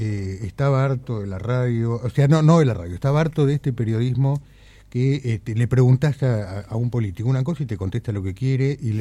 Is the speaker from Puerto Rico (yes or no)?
no; Coronel Dorrego, Buenos Aires Province, Argentina; moved away as an adult; Sí, nací ahí, me crié ahí hasta los 22 que vine a vivir acá.